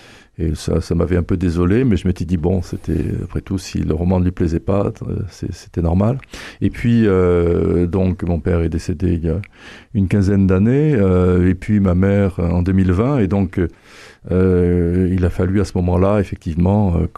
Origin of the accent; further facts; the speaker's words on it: Guéret, Nouvelle-Aquitaine, France; était donc dans le bureau de mon père à Talence, dans la banlieue de Bordelaise, après avoir été dans mon enfance à Guéret, donc dans l'appartement que mes parents occupaient